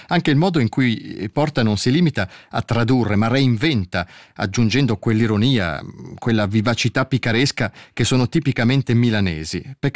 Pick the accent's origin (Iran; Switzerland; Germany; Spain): Switzerland; Bellinzona, Ticino; accent: Bellinzonese dialect; first language Bellinzonese dialect; fra i dialetti del Canton Ticino, il bellinzonese è quello più prossimo al milanese, e devo dire che, anche perché il dialetto è la mia lingua madre